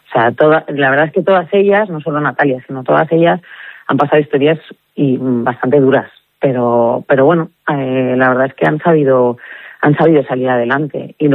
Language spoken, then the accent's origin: Spanish; Madrid, Community of Madrid, Spain; moved away; porque yo sí en su momento lo di, hace 20 años, me vine de Madrid, y ves que el paso desde luego cuesta, porque tienes tus raíces